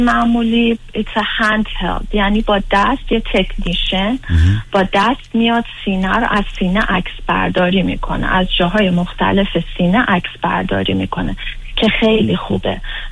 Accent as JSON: {"language": "Persian", "country": "Iran", "moved": "yes", "said": "خودم ایرانی هستم"}